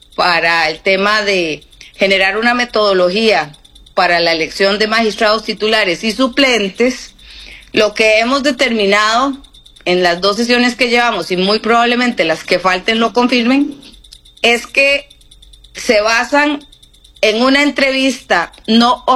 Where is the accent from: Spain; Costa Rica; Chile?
Costa Rica